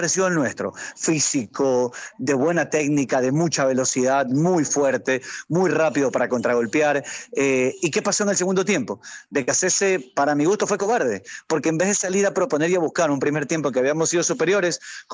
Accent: Ecuador

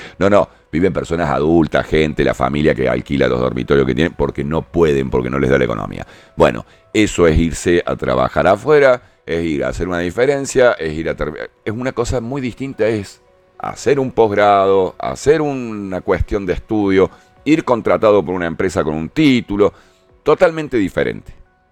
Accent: Argentina; nos pasa a los argentinos en Europa, en España, en todos lados

